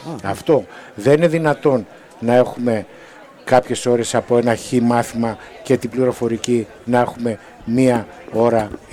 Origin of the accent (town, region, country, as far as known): Greece